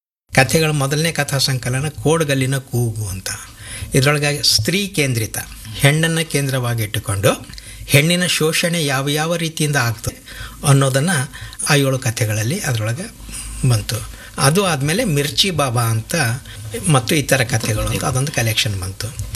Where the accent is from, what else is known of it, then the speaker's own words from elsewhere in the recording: Karnataka, India; ರಾಸೂರು, ನನ್ನ ಊರು.